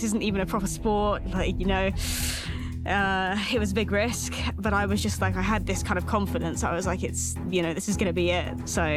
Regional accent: London, United Kingdom; I'm 21 years old and I'm from London.

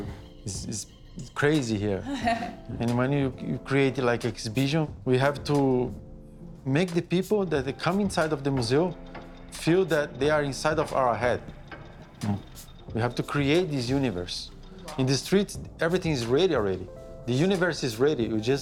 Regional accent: São Paulo, Brazil; The street is like, for example, we grew up in Sao Paulo.

